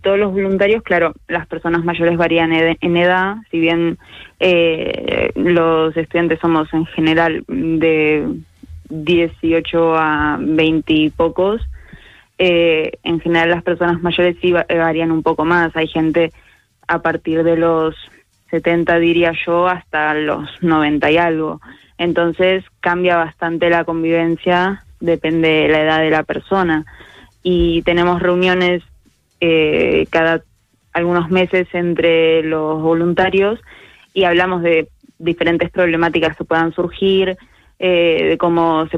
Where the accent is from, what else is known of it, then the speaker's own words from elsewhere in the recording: Argentina; si bien yo soy argentina, mi familia toda de España